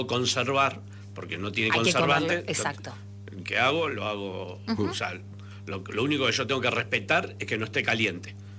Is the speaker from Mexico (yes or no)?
no; Argentina; Y porque somos argentinos.